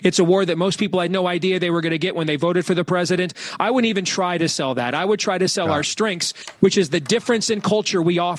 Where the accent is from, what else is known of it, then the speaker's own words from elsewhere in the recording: Iowa, United States; born there; my home state of Iowa